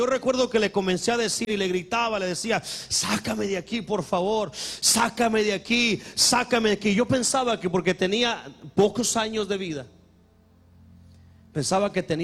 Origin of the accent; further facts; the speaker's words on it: Durango, Mexico; soy de Durango. Y a los de Durango, cuando se nos sube la alacrán a la cabeza, cuidado.